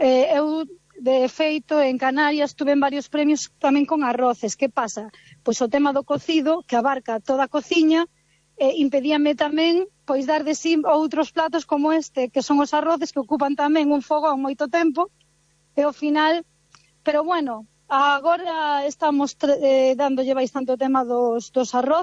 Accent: Galicia, Spain; ao final somos galegos e comemos como galegos.

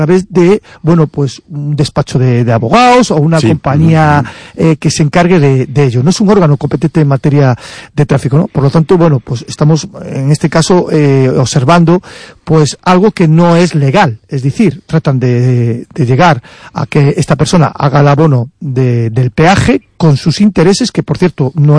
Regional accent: Spain; ya sabemos cómo somos los españoles, la picaresca.

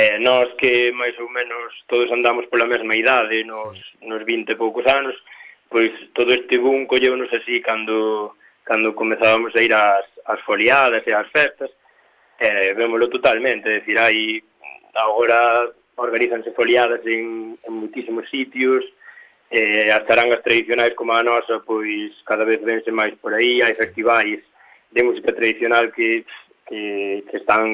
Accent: Calo, Galicia, Spain; Somos de Calo, do Concello de Teo.

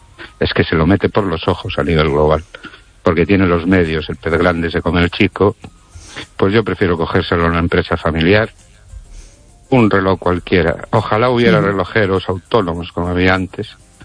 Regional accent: Ourense, Galicia, Spain; de Orense, buenas noches, querido oyente.

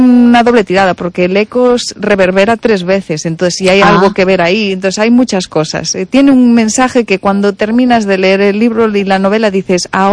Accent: Vilalba, Galicia, Spain; yo soy de Vilalba, Lugo

